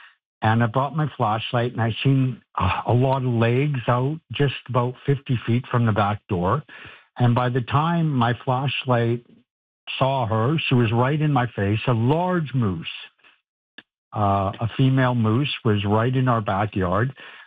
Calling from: Vancouver, British Columbia, Canada; I'm from Vancouver.

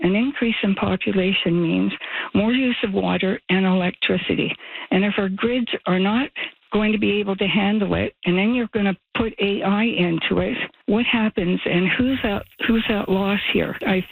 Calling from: Toronto, Ontario, Canada; here in Toronto

